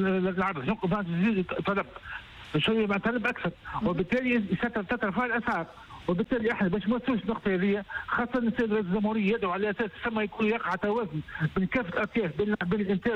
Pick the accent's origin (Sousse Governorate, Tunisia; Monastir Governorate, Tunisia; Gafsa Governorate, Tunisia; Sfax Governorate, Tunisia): Sousse Governorate, Tunisia